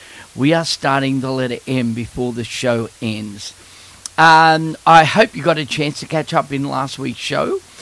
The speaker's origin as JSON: {"language": "English", "town": "Sydney", "region": "New South Wales", "country": "Australia", "said": "I'm from Sydney, Australia"}